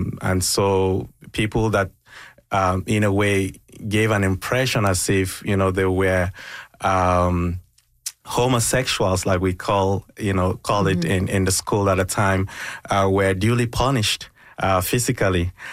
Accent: Kaduna State, Nigeria; So it started in northwestern Nigeria, in a state called Kaduna. Kaduna used to be the capital of northern Nigeria when Nigeria was divided into different regions.

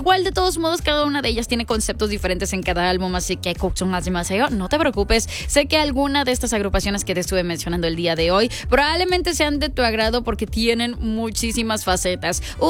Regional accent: Mexico; muchas cosas que nos involucran a nosotros como mexicanos

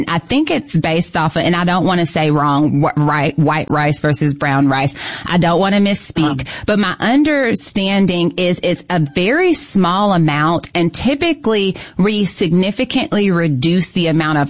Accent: Huntsville, Alabama, United States; moved away as an adult; also born or lived in Germany; now in Mississippi, United States; So I am originally an Alabama girl. So I grew up in Huntsville, Alabama, in the Rocket City.

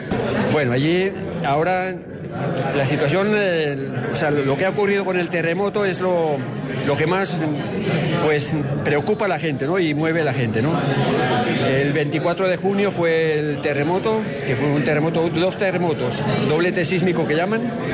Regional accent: Ayuela de Valdavia, Castile and León, Spain; Yo soy de la Valdavia, de Ayuela de Valdavia, y a los 11 años yo entré con los Maristas en Carrión de los Condes

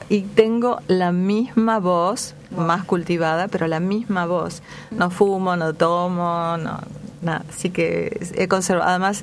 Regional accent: Victoria, Entre Ríos, Argentina; born there; now in Buenos Aires, Argentina; Yo soy nacida en Victoria, Entre Ríos.

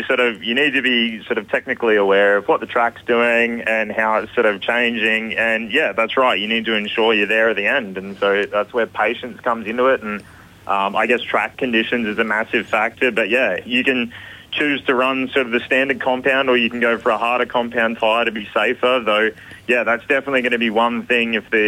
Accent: Mildura, Victoria, Australia; Yeah, and growing up in Mildura, I was always fortunate for that.

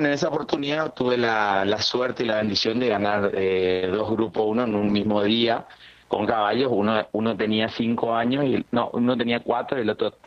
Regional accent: Corrientes, Argentina; yo soy propietario de Corrientes, somos de Corrientes y cuidamos allá en Buenos Aires

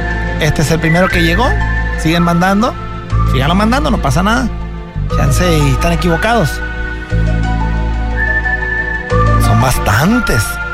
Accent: Sinaloa, Mexico; esa otra parte está a un lado del pueblo donde soy yo.

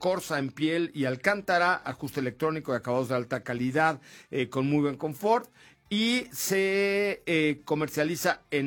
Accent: Mexico City, Mexico; born there

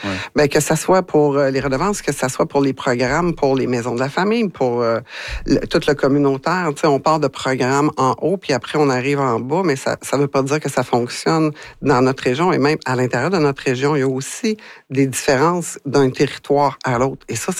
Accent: Val-d'Or, Quebec, Canada; une fille de l'Abitibi depuis toujours. Je suis née à Val-d'Or. Je me suis construite à Val-d'Or, comme je le dis à tous les jours. J'ai fait ma carrière à Val-d'Or. Je suis vraiment une fille d'ici

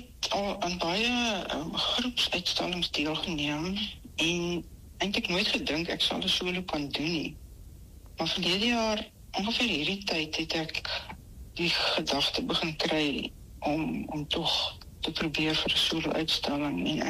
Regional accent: Heidelberg, Gauteng, South Africa; moved away as an adult; also born or lived in Stellenbosch / Potchefstroom; now in Cape Town, South Africa; ek het op Heidelberg in Transvaal groot geword en daar was nie sulke geleenthede gewees.

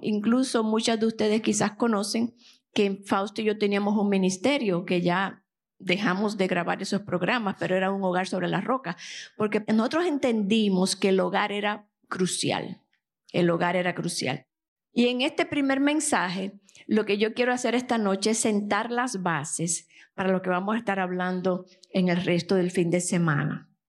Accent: Dominican Republic; also born or lived in United States; Aquí hay dominicanas. ¡Wey! Sí, mis compatriotas.

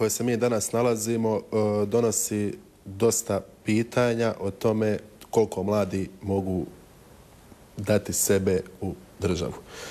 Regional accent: North Macedonia; dolazim iz Makedonije, imam 26 godina

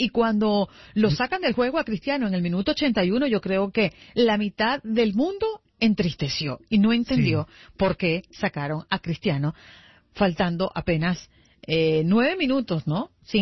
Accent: Venezuela

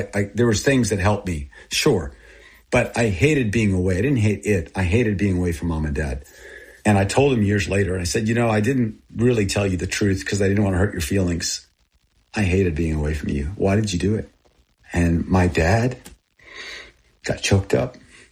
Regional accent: Thailand; first language Thai; English is a second language; also born or lived in Texas, United States; I was born in Texas, and I grew up in Thailand, and I grew up with Thai people. and my first language was Thai.

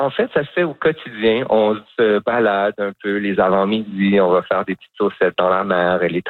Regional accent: Quebec, Canada; Puis comme je viens de la Gaspésie, ici, de la baie des Chaleurs, ben pour moi, c'est vraiment, comment je dirais, un moment super important au sens où ben, c'est ici que j'ai appris à faire du théâtre là, derrière à la polyvalente Antoine Bernard.

